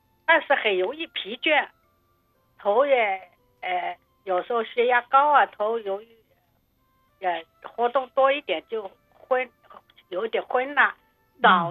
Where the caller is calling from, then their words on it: Vancouver, British Columbia, Canada; 王院长你好，我是温哥华的